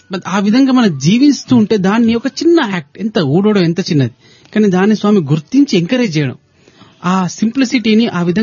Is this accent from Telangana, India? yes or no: yes; Telangana, India; నేను మాది తెలంగాణ ప్రాంతంలో ఒక ఊరు